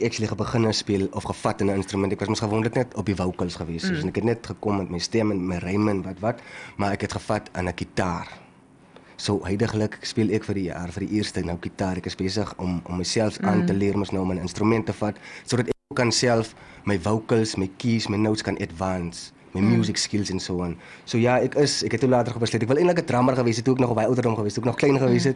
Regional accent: Springbok, Northern Cape, South Africa; born there; accent: Namaqualand dialect; Ek is gebore in Namakwala, ja, in Springbok.

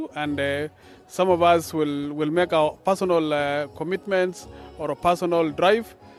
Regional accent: Kenya; I come from Kenya.

